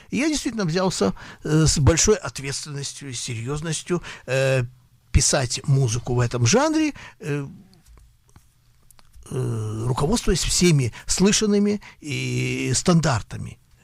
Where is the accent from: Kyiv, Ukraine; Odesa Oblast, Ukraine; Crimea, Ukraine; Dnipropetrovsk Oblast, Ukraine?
Odesa Oblast, Ukraine; Odesa; Я жил, да, я жил на уроженец Одессы.